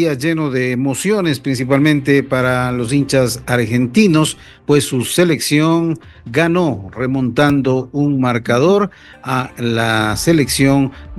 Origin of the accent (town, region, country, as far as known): Ecuador